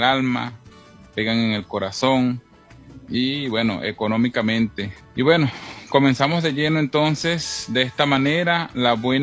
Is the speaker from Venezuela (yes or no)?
yes; Venezuela